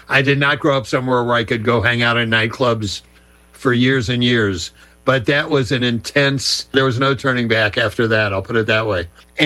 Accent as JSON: {"language": "English", "town": "St. Louis", "region": "Missouri", "country": "United States", "tie": "born or raised there", "said": "I grew up in St. Louis, suburb of St. Louis"}